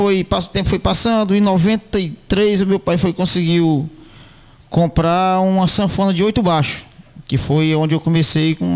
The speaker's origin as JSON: {"language": "Portuguese", "region": "Ceará", "country": "Brazil", "tie": "born there", "said": "lá na minha região, lá no Ceará"}